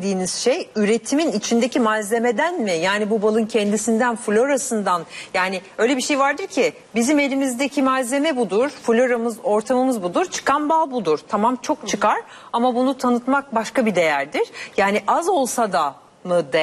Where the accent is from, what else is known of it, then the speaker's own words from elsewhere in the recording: Eskişehir, Turkey; memleketimden bal getirmişsiniz.